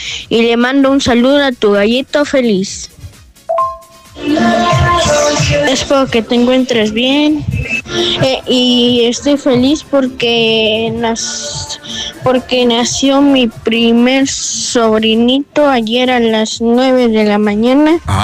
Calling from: San Cristóbal de las Casas, Chiapas, Mexico; te escucho en Cuxitali.

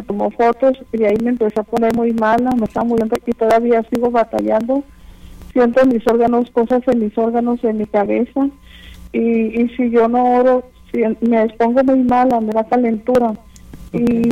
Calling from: Tijuana, Baja California, Mexico; Yo hablo de Tijuana

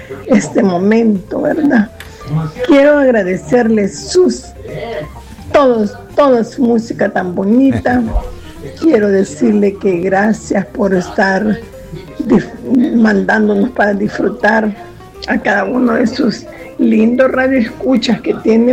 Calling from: San Salvador, El Salvador; aquí en sintonía ya en Colonia La Rábida

